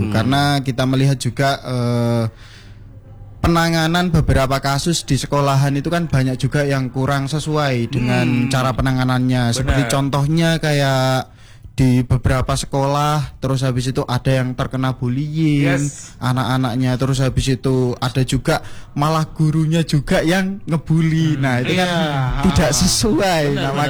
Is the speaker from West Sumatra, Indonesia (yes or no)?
no; Banyuwangi, East Java, Indonesia; moved away as an adult; now in Malang, Indonesia; Asal saya sebenarnya itu dari Banyuwangi.